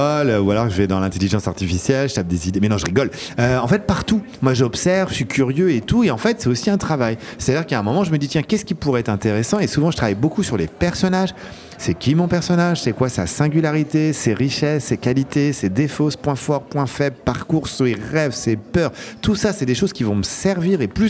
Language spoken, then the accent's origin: French; Pays de la Loire, France; moi je viens du Maine-et-Loire